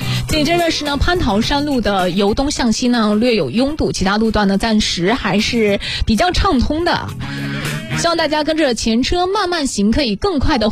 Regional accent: Xuzhou, Jiangsu, China; 咱们徐州人的个性就是这样

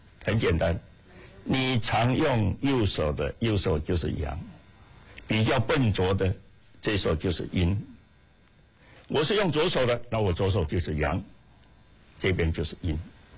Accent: China; 我想我们中国人向自然学习的东西太多太多了。

